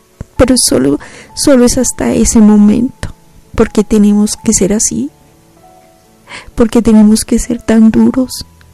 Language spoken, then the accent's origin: Spanish; Colombia